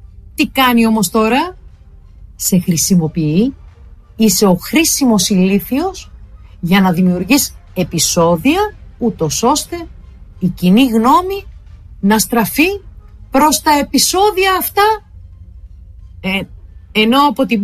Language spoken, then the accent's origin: Greek; Heraklion, Crete, Greece; Στο Ηράκλειο επίσης, στην πόλη μου, μία μαθήτρια δέχτηκε απειλές και εκφοβισμό από συμμαθητές της